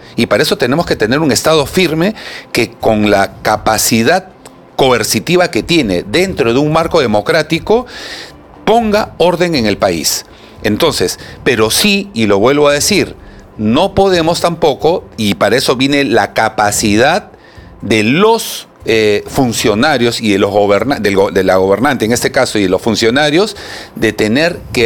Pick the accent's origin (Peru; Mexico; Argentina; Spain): Peru